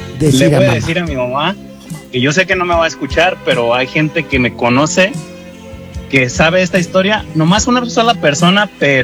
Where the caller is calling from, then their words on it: Guadalajara, Jalisco, Mexico; De Guadalajara.